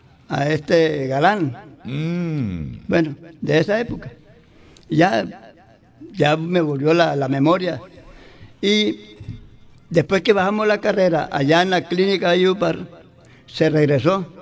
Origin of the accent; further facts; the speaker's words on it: Valledupar, Cesar, Colombia; moved away as an adult; now in González, Colombia; Yo soy de González, pero fui criado aquí en Valledupar.